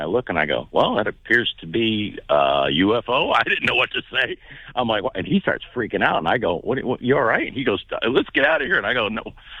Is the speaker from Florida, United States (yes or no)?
yes; Sarasota, Florida, United States; I was 12 years old in 1976, growing up in Sarasota, Florida.